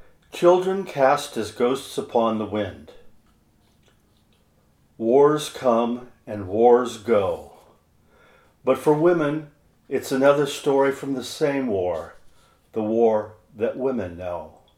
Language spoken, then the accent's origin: English; Cottage Grove, Oregon, United States; I am a writer from Cottage Grove, Oregon.